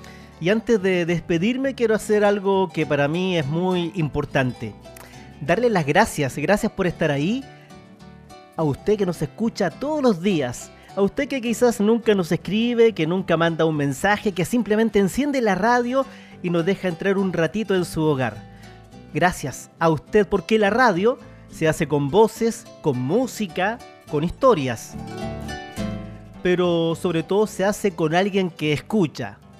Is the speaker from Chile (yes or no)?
yes; Chile